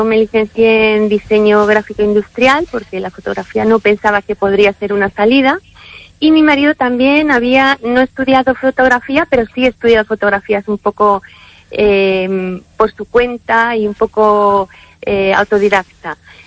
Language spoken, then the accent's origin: Spanish; Madrid, Community of Madrid, Spain; Entonces, aunque yo soy de Madrid, pues mi origen está aquí y tengo casa en una aldea de Orense